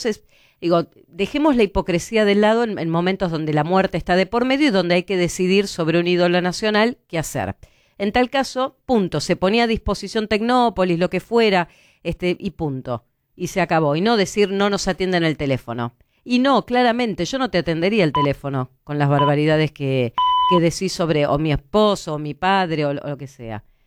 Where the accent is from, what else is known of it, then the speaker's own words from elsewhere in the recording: Bernal, Buenos Aires Province, Argentina; yo tuve toda mi adolescencia en el colegio en el ENSPA de Avellaneda y vivía en Bernal, así que imagínate que conozco muy bien el Parque Domínico